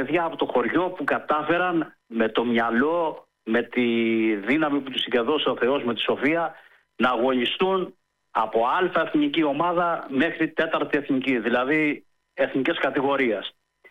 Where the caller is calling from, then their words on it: Ancient Corinth, Peloponnese, Greece; Τηλεφωνώ από αρχαία Κόρινθο.